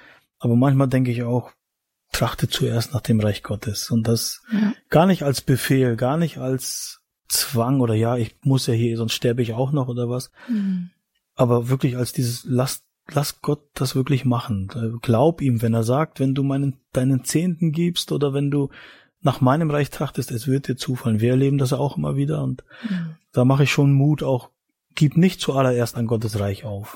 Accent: Mecklenburg-Vorpommern, Germany; Wir würden gerne nach Mecklenburg-Vorpommern gehen, das ist Ostdeutschland, meine Heimat eigentlich, wo ich herkomme.

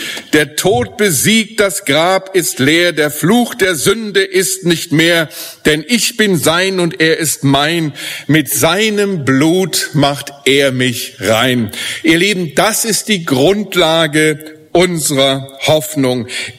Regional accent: Germany; Und als Deutscher schäme ich mich auch ein wenig.

